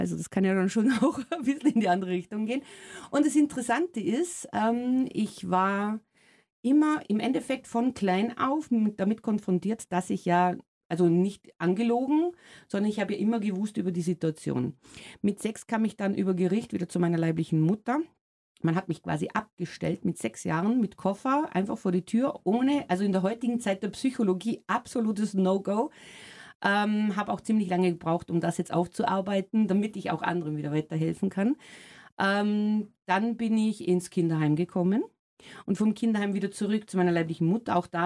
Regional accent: Austria; born or raised there; now in Germany

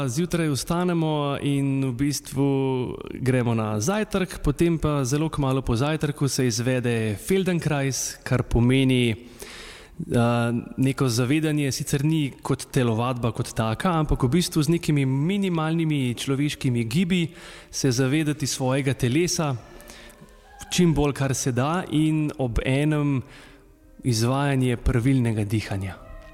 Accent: Trzin, Central Slovenia, Slovenia; prihajam iz Trzina poleg Ljubljane

